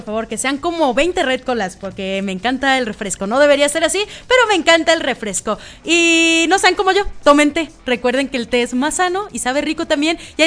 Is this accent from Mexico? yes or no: yes; Mexico; nosotros como mexicanos ya ven que tenemos nuestros remedios mágicos